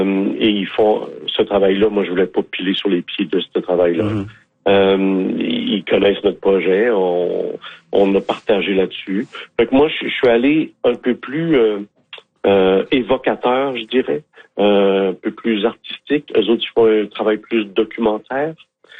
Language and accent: French; Portneuf County, Quebec, Canada; moi, je viens du comté de Portneuf, hein.